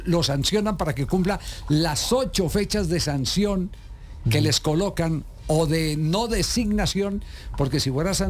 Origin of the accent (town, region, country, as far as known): Caldas, Colombia